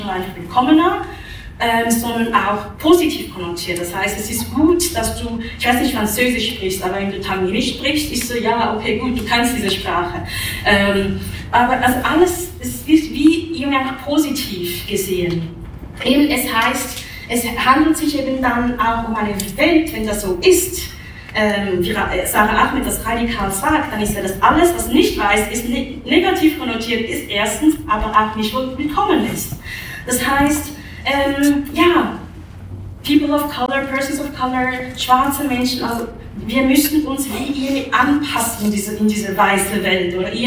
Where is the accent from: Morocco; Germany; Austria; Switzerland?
Switzerland; Zurich; Zu mir, einfach damit ihr wisst, ganz, ganz kurz, ich bin aus Zürich, ich bin im Zürcher Unterland aufgewachsen, in der Nähe von Winterthur tatsächlich